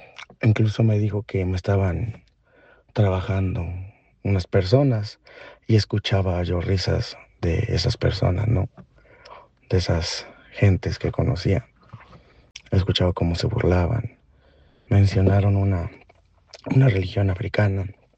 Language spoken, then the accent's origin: Spanish; Mexico; Fue algo muy curioso porque todo empezó en otro país. Yo soy de México, pero empezó en otro país.